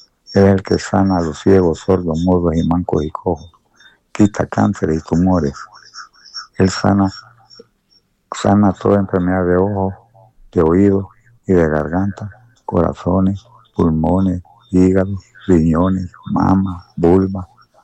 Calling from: Tegucigalpa, Francisco Morazán, Honduras; El barrio de la Cabaña, Tegucigalpa

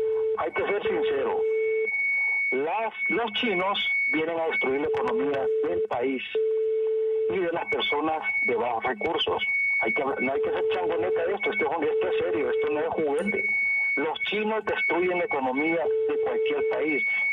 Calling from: Tegucigalpa, Francisco Morazán, Honduras

